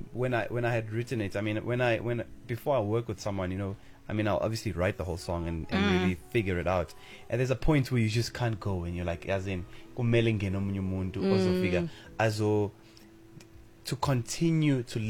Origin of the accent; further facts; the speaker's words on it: Greytown, KwaZulu-Natal, South Africa; also born or lived in Pietermaritzburg; I was born in Pietermaritzburg and then adopted in Greytown. That's where I was raised.